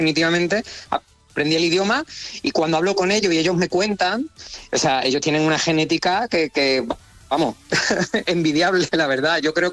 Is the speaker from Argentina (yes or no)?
no; Seville, Andalusia, Spain; yo soy sevillano, yo soy de Sevilla y nosotros pues, tenemos mucho salero, guasa